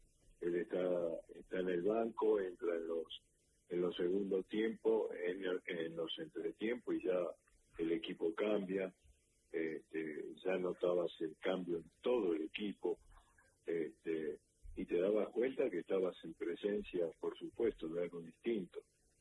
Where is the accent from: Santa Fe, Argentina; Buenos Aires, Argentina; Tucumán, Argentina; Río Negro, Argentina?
Buenos Aires, Argentina; nací en el Pirovano, sí, siempre estuve en capital